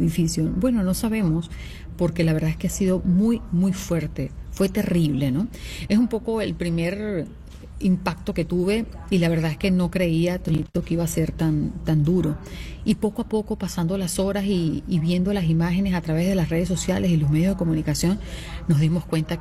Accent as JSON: {"language": "Spanish", "country": "Venezuela", "moved": "yes", "said": "los terribles hechos que han acontecido en mi país"}